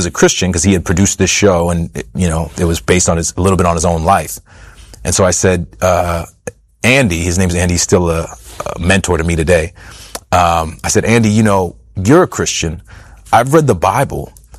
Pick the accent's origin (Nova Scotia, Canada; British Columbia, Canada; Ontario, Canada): Nova Scotia, Canada; Halifax; And I got a show that was shooting in my hometown of Halifax.